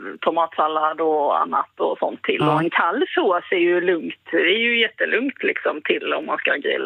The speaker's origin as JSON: {"language": "Swedish", "town": "Kristianstad", "region": "Skåne", "country": "Sweden", "tie": "born there", "moved": "yes", "lives_now": "Gothenburg, Sweden", "said": "Jag är ju född på andra sidan."}